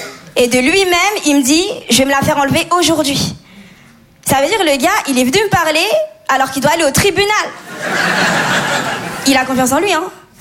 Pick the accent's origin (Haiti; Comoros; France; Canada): Comoros; Je suis comorienne maoraise malgache. C'est des îles dans l'océan Indien.